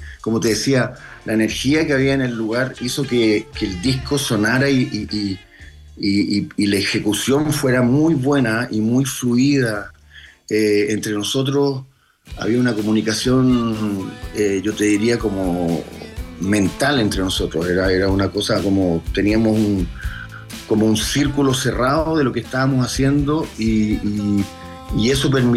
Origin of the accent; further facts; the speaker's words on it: Chile; no somos ni ecuatorianos, ni mexicanos, ni nada, sino que somos chilenos